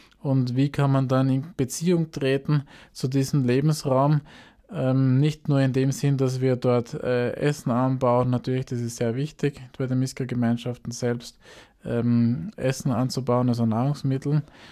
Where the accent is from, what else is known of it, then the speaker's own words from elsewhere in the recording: Austria; Ich bin hier durchaus mit einem starken Naturbezug auch aufgewachsen in Österreich